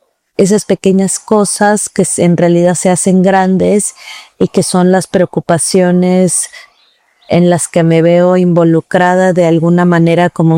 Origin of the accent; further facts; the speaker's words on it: Oaxaca, Mexico; Yo soy del Istmo de Tehuantepec, un pueblo que se encuentra al sur, aproximadamente a 5 horas de distancia de la ciudad de Oaxaca.